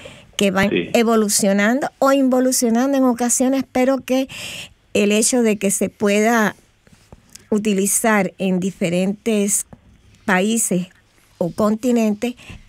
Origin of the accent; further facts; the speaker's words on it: Cuba; now in Australia; soy cubana